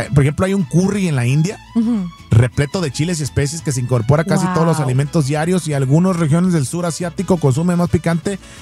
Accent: Mexico

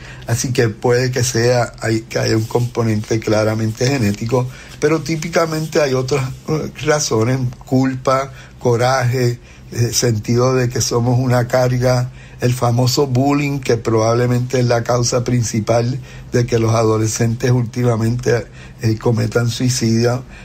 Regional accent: Puerto Rico

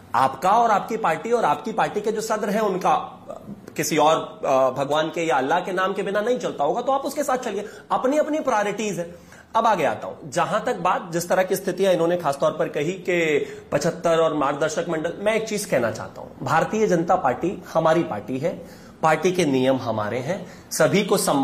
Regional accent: Uttar Pradesh, India; मैं उत्तर प्रदेश से आता हूं

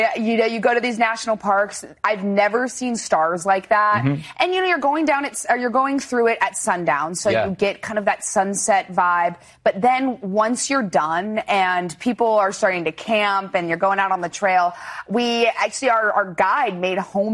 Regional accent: West Coast, United States; You know, I grew up on the West Coast

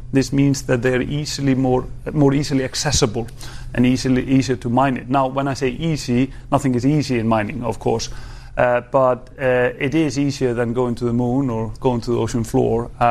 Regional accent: Iceland; I'm from Iceland

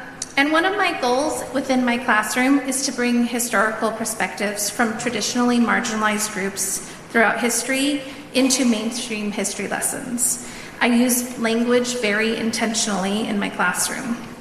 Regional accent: Monrovia, California, United States; I am from Monrovia, California.

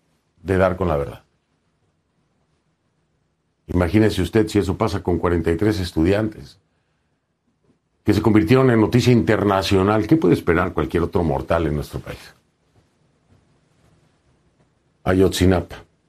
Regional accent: Mexico; soy mexicano

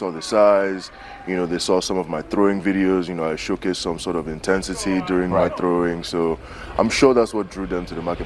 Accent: Nigeria; let them know that I'm Nigerian and Nigerians are talented and we're doing well in the world, I will.

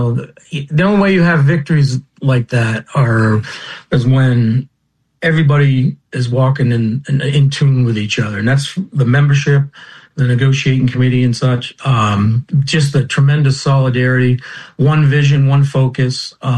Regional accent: Bath, Maine, United States

